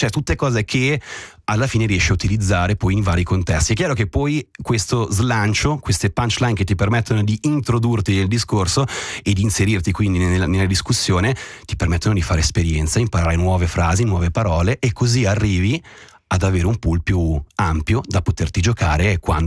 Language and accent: Italian; Switzerland; Il tedesco è un po' il mio tasto dolente e mi spiace molto di questo, perché da svizzero fiero, mi viene da dire, mi piacerebbe parlare bene tutte le lingue nazionali